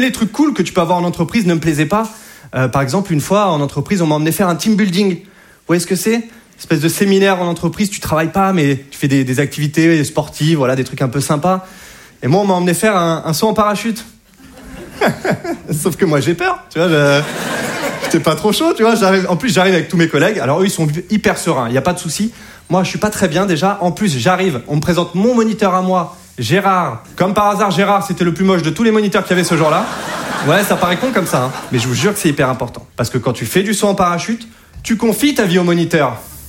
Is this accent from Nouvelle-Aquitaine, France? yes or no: no; Hauts-de-France, France; now in Paris, France; Je suis pas de Paris à la base, moi je viens de Picardie.